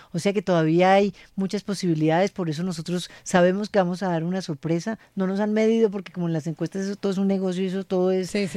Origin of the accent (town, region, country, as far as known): Colombia